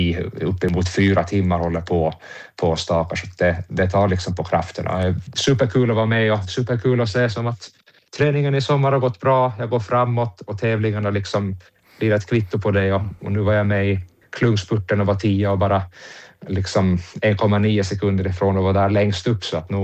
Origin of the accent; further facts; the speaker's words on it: Åland, Finland; Kan det ju vara annat än bra när man är hemma på Åland och tränar och njuter av de fina förhållanden som vi har här.